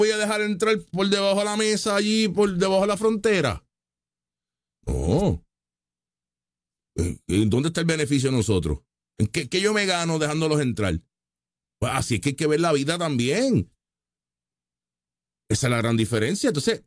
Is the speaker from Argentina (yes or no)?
no; Puerto Rico; Los latinos americanos somos nosotros, los boricuas. Nosotros somos el puertorriqueño.